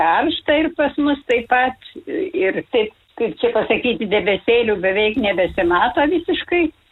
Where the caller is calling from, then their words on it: Vabalninkas, Panevėžys County, Lithuania; Aš iš Biržų rajono, Vabalninko miestelio.